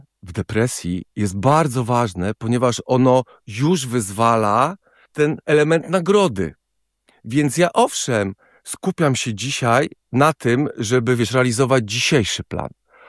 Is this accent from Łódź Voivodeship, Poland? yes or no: yes; Sieradz, Łódź Voivodeship, Poland; w Sieradzu mieszkam od urodzenia, tak? Także za moment będzie na 49 lat, jak mieszkam w Sieradzu.